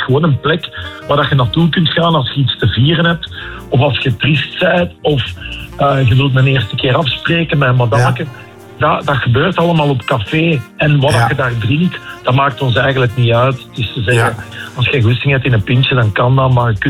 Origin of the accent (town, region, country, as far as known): Flanders, Belgium